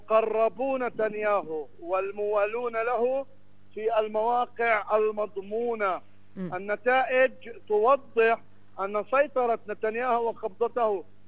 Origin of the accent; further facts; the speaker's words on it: Palestine; نحن كفلسطينيين